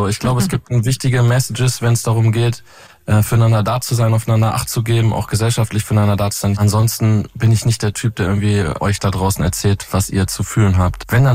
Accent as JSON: {"language": "German", "town": "Vlotho", "region": "North Rhine-Westphalia", "country": "Germany", "tie": "born or raised there", "said": "ich komme aus Ostwestfalen, ich bin gerne mit beiden Füßen am Boden."}